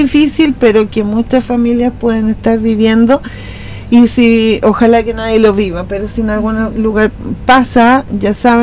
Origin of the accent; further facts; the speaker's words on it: Chile; un deber que tenemos como ciudadanos chilenos